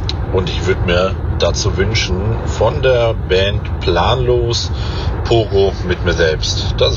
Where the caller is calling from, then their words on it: Essen, North Rhine-Westphalia, Germany